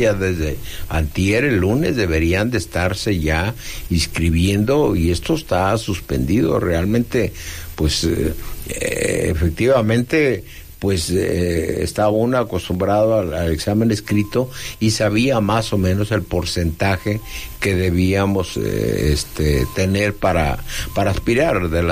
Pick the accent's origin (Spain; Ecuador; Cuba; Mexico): Mexico; Michoacán; moved away; also born or lived in Mexico City; Yo tuve que salir de mi pueblo, Acuicho del Canje, Michoacán, sí, porque no había más que primaria, maestro.